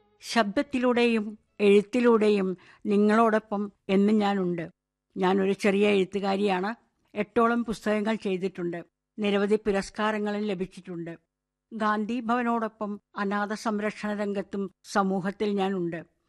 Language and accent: Malayalam; Wandoor, Kerala, India; മലപ്പുറം ജില്ലയിലെ വണ്ടൂർ എന്ന അതിമനോഹരമായ ഗ്രാമം